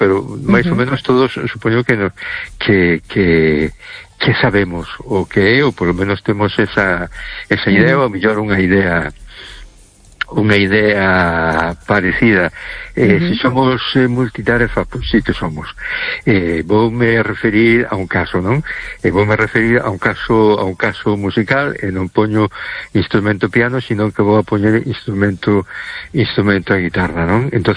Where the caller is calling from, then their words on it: A Coruña, Galicia, Spain; Hola, boa noite … de Coruña, que tal estamos?